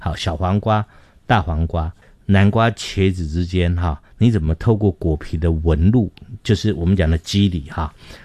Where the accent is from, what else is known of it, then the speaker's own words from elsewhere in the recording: Miaoli County, Taiwan; moved away as an adult; 我是苗栗的小孩